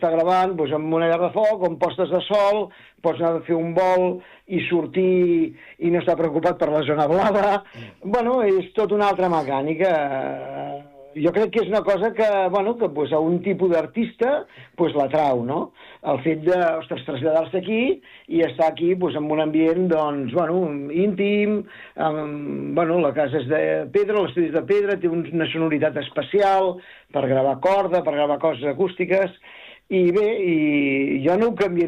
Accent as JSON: {"language": "Catalan", "town": "Barcelona", "region": "Catalonia", "country": "Spain", "moved": "as an adult", "lives_now": "Montoliu de Segarra, Spain", "said": "jo soc de Barcelona, em vaig decidir traslladar-me amb la meva dona a Montoliu de Segarra, i fa, doncs mira, 22 anys que estem aquí"}